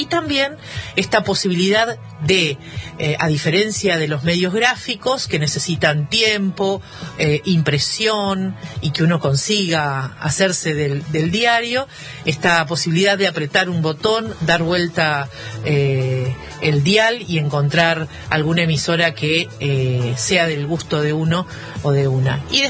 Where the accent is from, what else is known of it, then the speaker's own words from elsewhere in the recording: Argentina; para quienes somos argentinos, argentinas